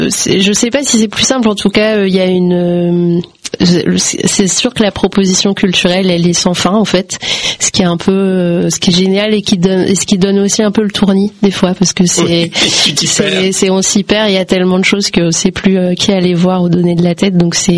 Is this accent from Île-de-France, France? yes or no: yes; Paris, Île-de-France, France; Je suis née en 91 à Paris. Et j'ai grandi, je suis née dans le 14e, j'ai grandi principalement dans le 12e. Voilà, mais je suis une parisienne sympa.